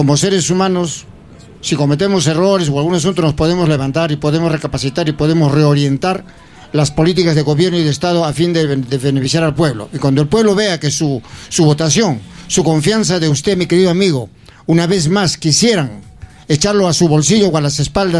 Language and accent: Spanish; Peru; El Perú nos necesita y como peruanos tenemos que aportar a beneficio del país.